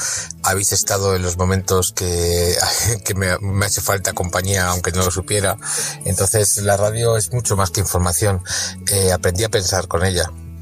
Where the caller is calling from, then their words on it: Madrid, Community of Madrid, Spain; Hola, buenas. … de Madrid y he amanecido pensando que si no tuviera que trabajar me encantaría estar con vosotros hoy.